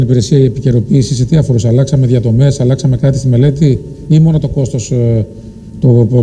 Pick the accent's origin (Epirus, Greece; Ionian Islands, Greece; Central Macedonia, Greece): Ionian Islands, Greece; Gaitani; το Γαϊτάνι που τυχαίνει εκείνη και το χωριό μου, το ιστορικό Γαϊτάνι